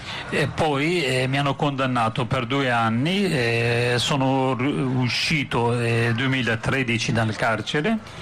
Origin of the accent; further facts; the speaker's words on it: Bismil, Diyarbakır Province, Turkey; born there; Italian is a second language; moved away; Sono nato nel 1988 nel Kurdistan, a Bismil.